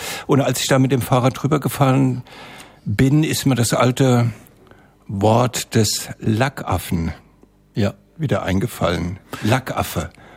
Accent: Frankfurt, Hesse, Germany; wir kommen ja aus dem Osten Frankfurts und Offenbachs.

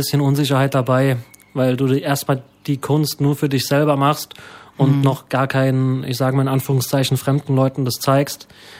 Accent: Ludwigshafen, Rhineland-Palatinate, Germany; Genau, also ich komme aus Ludwigshafen

